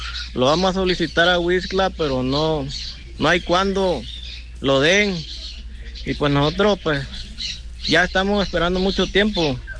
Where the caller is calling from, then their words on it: Escuintla, Chiapas, Mexico; Somos de aquí de Escuincla.